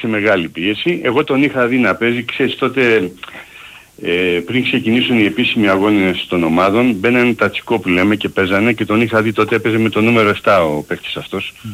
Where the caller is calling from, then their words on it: Attica, Greece; από Αττικόν Άλσος.